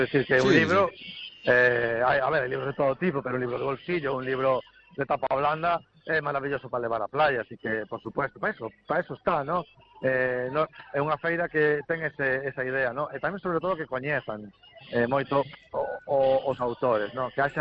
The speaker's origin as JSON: {"language": "Galician", "town": "Bañobre", "region": "Galicia", "country": "Spain", "tie": "born or raised there", "said": "se o digo polo meu pueblo, non, Bañobre, quer dicir, non somos nin concello, temos unha verbena, non?"}